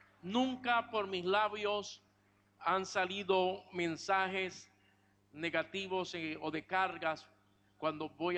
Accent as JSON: {"language": "Spanish", "country": "Puerto Rico", "said": "Yo mañana salgo a mi tierra, Puerto Rico"}